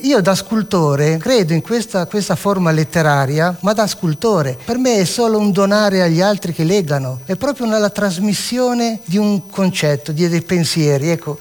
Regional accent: Arezzo, Tuscany, Italy

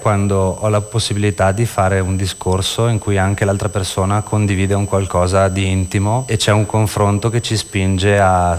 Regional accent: Bergamo, Lombardy, Italy

